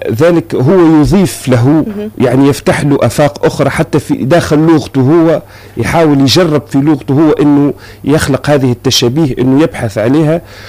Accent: Tunisia; اللي يفرحوا انك من تونس

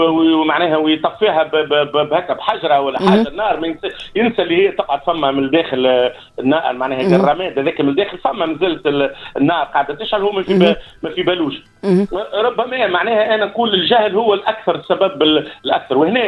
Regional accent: Tunisia; عندنا معاهد في تونس

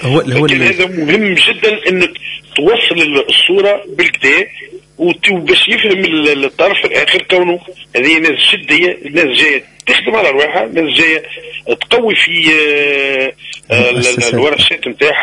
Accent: Tunisia; هنا من عندنا في تونس

